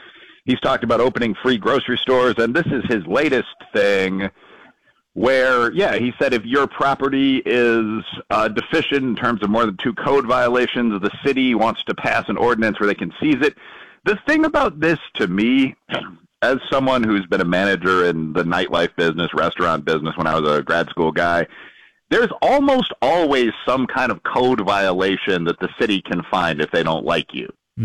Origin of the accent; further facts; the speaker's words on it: Chicago, Illinois, United States; I'm from Chicago